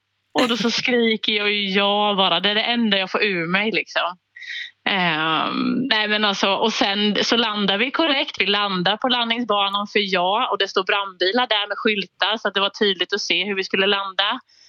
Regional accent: Småland, Sweden; Men han är från Dalarna och jag är från Småland

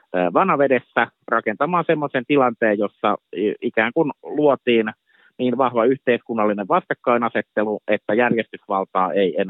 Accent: Tavastia, Finland; moved away; meikäläisenkin lapsuudessani esimerkiksi, kun tuolla Hämeessä asuin

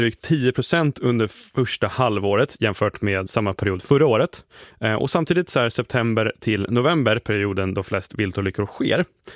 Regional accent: Stockholm, Stockholm County, Sweden; Trots att jag är stockholmare.

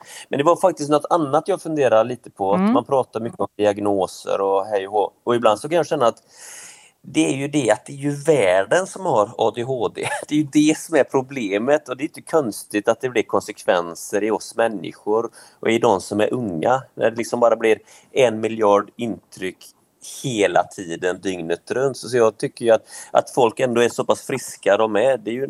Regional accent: Västra Götaland County, Sweden; moved away; Jag är ju född på en utanför Göteborg.

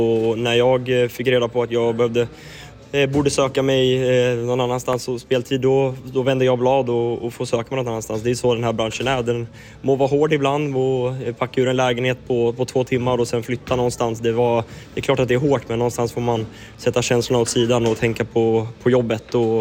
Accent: Örebro, Örebro County, Sweden; jag är från Örebro. Så jag bor i Örebro hos mina föräldrar.

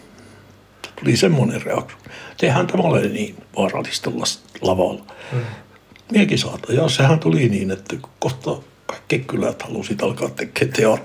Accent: Kiruna, Norrbotten County, Sweden; moved away; minähän siirryin silloin Suonton jälkeen, kun minä tulin Kiruunasta.

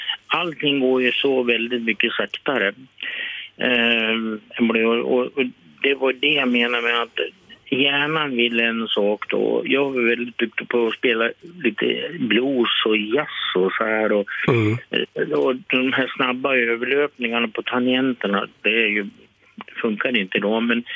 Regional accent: Vilhelmina, Västerbotten County, Sweden; Jag är västerbottning. Jag kommer från Vilhelmina.

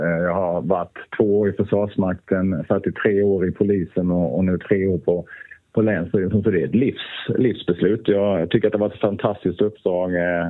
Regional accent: Halland County, Sweden; born there; now in Stockholm, Sweden; Det har varit en fantastiskt för mig att få bo i mitt hemlän i några år. Jag kommer att återvända till att flytta tillbaka till Stockholm eftersom jag har min familj, min fru, mina barn och barnbarn där. Men Halland är i mitt hjärta

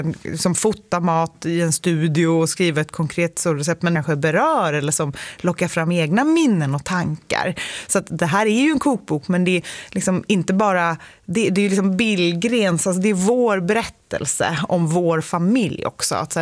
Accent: Gladökvarn, Stockholm County, Sweden; första kapitlet i boken är vi ju på mammas landställe där vi växte upp i Gladekvarn.

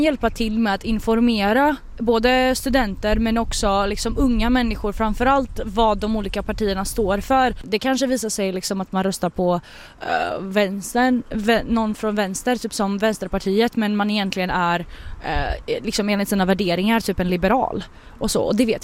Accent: Sweden; born there; när jag var ung i Sverige.

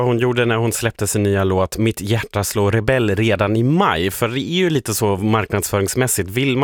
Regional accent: Germany; Jag som tysk kan ju bistå nu lite med översättningshjälp ifall du behöver

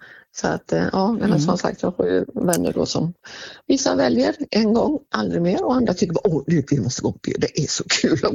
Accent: Sweden; Jag är ju svensk, absolut, i mitt själ och hjärta

